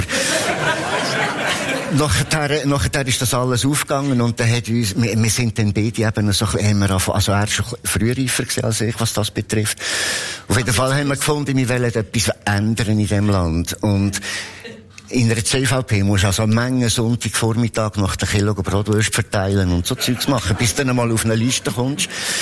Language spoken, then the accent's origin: German; Lucerne, Switzerland; Und in Bern, ich als Luzerner, habe ich nicht einmal dürfen Beitrag auf Mundart lesen. Ich musste einen Berndeutschkurs machen.